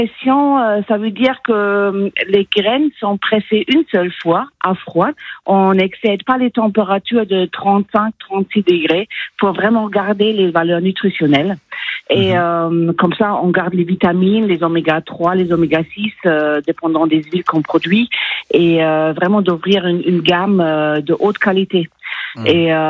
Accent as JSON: {"language": "French", "country": "Germany", "second_language": "French", "moved": "yes", "lives_now": "Limeux, France", "said": "moi, ça s'entend peut-être un tout petit peu, je ne suis pas originaire berrichonne. À peine. Je viens de l'Allemagne."}